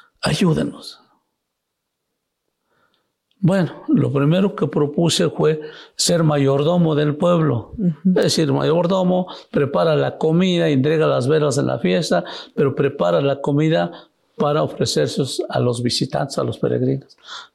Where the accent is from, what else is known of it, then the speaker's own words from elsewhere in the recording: Taniche, Oaxaca, Mexico; now in Mexico City, Mexico; Taneche, que es mi pueblo